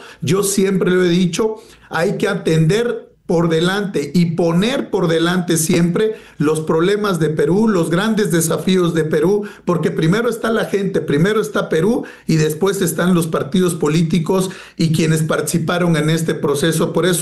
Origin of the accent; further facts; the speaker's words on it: Mexico; porque soy mexicano.